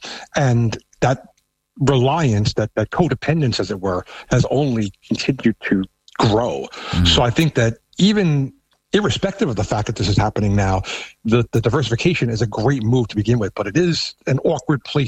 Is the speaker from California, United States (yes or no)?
no; New York, United States; accent: New York; I said, no, I'm from New York. And the first question I'll get here is, oh, are you a Trumper? And I'll say, well, I moved here willingly.